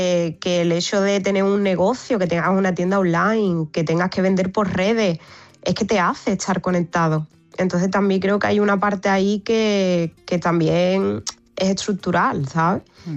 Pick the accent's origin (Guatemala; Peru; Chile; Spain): Spain; Barbate, Andalusia; now in Seville, Spain; ahora mismo vivo en Sevilla, pero soy de Barbate, entonces hay mucho mar, hay mucho atún, hay mucha gente de ahí